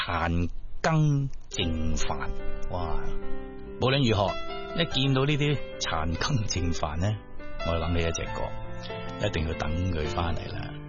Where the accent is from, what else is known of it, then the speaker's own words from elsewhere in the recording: Guangdong, China; 咁我哋广东人咧就讲，唉，真系发毛。